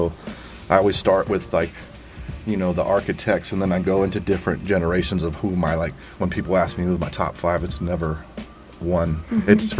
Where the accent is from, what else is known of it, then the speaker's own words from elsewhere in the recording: Richmond, California, United States; from the Bay Area, so I grew up in Richmond down there